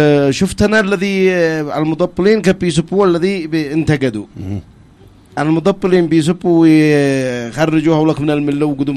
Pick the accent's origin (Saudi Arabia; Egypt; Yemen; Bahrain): Yemen